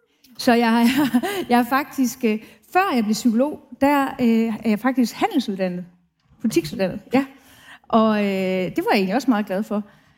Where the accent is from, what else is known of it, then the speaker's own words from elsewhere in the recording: Brønderslev, North Denmark Region, Denmark; Jeg er oprindeligt fra den nordligste del af Jylland. Ude på landet.